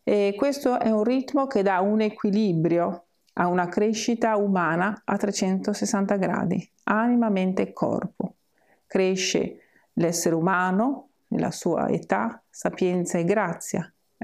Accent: Venice, Veneto, Italy; now in Bastia Umbra, Italy; vengo da Venezia e sono una monaca benedettina

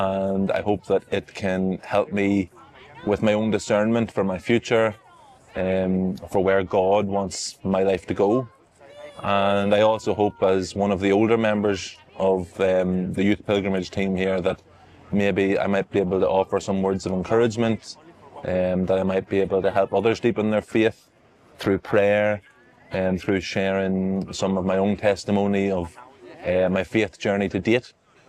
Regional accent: Ireland; I'm from Ireland. I'm here with a group from Armagh Parish, Armagh Diocese, a youth group here in Medjugorje.

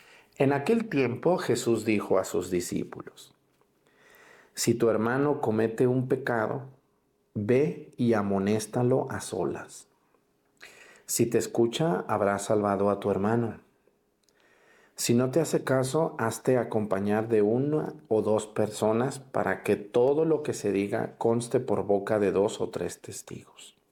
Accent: Mexticacán, Jalisco, Mexico; born there; hoy es la fiesta en mi pueblo, en Mexticacán.

